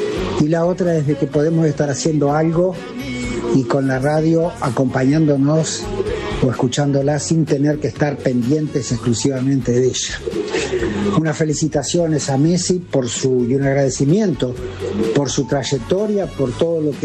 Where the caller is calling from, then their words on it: Montevideo, Uruguay; Un abrazo grande desde Uruguay, Montevideo